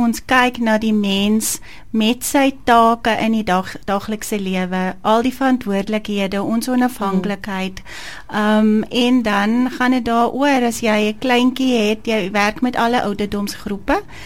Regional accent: Zurich, Switzerland; Afrikaans is a second language; moved away as an adult; now in Oudtshoorn, South Africa; ek is oorspronkelijk van Switserland, julle gaan het ook hoor om my dialek, so soms raak ek een bykie, sê die mense, waar kom jy vandaan, uit die Karoo uit, of uit in Amakwaland, of ek weet nie waar nie, maar ek kom eindelijk uit van Zurich

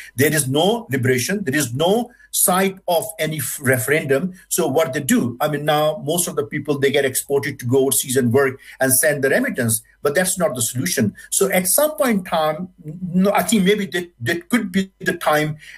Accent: Rawalpindi, Punjab, Pakistan; English is a second language; I'm from the Rawalpindi, I travel and live there for many years.

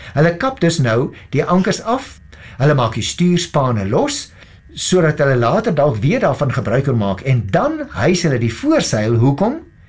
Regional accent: Paarl, Western Cape, South Africa; ek kom daarom van die Perl af, so ek verstaan so ietsie van die see

